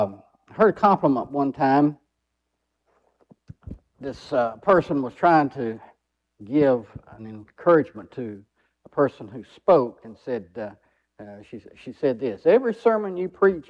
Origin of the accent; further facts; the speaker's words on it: Alabama, United States; we're happy to be here in my hometown. I've been in Valley, I've been in South Alabama, and the last 20 years been down in Greenville, Alabama